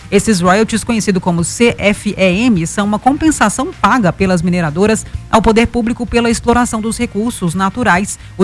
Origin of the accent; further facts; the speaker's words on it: Minas Gerais, Brazil; Eu sou do Triângulo, né, mineiro ali.